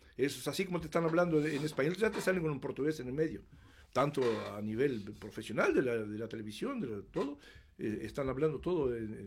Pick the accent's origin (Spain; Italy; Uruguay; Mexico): Uruguay; Rivera; nosotros que somos de Rivera, somos más uruguayos que los de Montevideo, capaz?